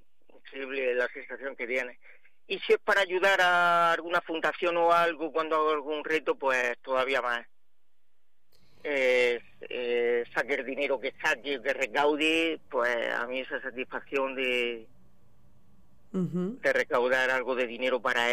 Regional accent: Sangonera la Seca, Region of Murcia, Spain; also born or lived in Alcantarilla; yo nací en Alcantarilla, después me he criado toda la vida en Sangonera la Seca, y ahora vivo en La Ñora.

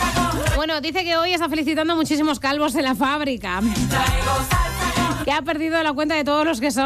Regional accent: Castilla-La Mancha, Spain; Bueno, yo soy manchega, de pro, y a mucho orgullo, y a mucha honra.

